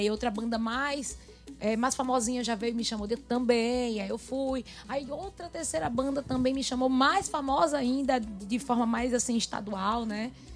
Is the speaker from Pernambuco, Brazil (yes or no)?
yes; Pernambuco, Brazil; now in Ceará, Brazil; Eu não sou daqui de Ceará, eu sou pernambucana, né?